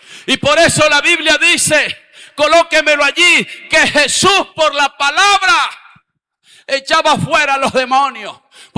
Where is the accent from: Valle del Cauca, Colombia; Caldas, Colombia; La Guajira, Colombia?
La Guajira, Colombia; yo vengo de La Guajira.